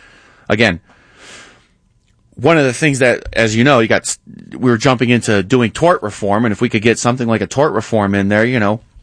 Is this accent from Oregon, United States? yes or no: no; New York, United States; You know, I grew up in New York.